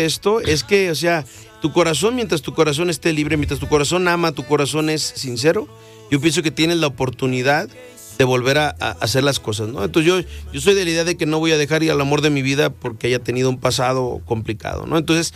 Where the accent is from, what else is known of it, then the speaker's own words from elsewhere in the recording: Mexico; Siendo el primer mexicano, gracias a Dios, en la historia en haber ganado premios Billboard.